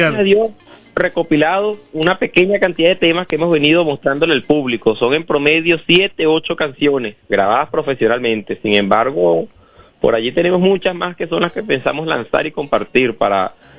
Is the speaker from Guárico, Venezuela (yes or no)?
yes; San Juan de los Morros, Guárico, Venezuela; born there; yo soy guariqueño, me puedo definir como guariqueño 100%. Mi papá es del Socorro y mi mamá es de Altagracia del Tuco. Ah, y yo, bueno, nací aquí por privilegio en la capital, San Juan de los Morros